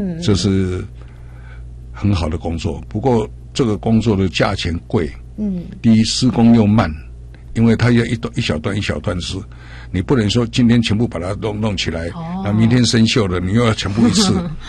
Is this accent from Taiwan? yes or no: yes; Taiwan; 因为像这种都是我们台湾人说跨习跨力的